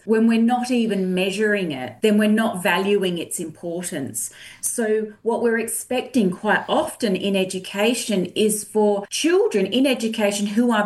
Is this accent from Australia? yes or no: yes; Adelaide, South Australia, Australia; born or raised there